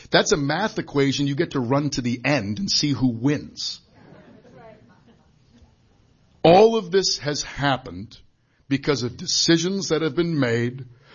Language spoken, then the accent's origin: English; Maine, United States; When I was growing up in Eastern Maine, I knew folks where if you sterned in the summer, plowed driveways in the winter, did some carpentry, maybe did some wreaths, that was enough.